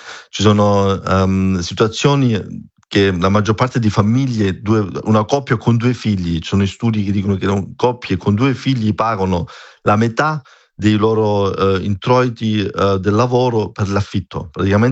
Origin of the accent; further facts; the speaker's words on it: Stuttgart, Baden-Württemberg, Germany; io sono da Stoccarda, avevamo 300 membri, adesso siamo 1200 membri